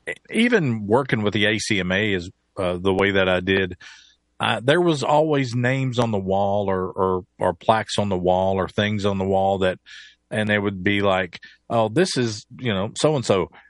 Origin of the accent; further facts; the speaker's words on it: Bristol, Tennessee, United States; coming together next year for the 100th anniversary of the 27 sessions in my hometown of Bristol, Tennessee.